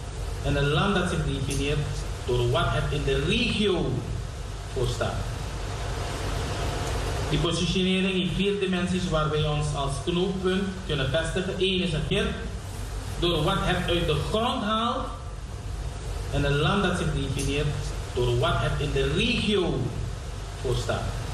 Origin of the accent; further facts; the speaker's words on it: Delft, South Holland, Netherlands; natuurlijk heb ik ook met de mensen hier in Delft, van waar ik kom. TU Delft en in RH, Delft, Wageningen.